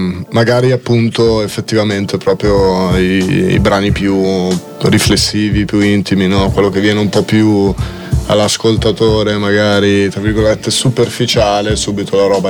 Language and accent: Italian; Opera, Lombardy, Italy; now in Milan, Italy; potrei dirti nella periferia, nella provincia, un po'. Io alla fine sono cresciuto, abitavo a Noverasco, Opera, non so se è presente, a Milano, sì, Sud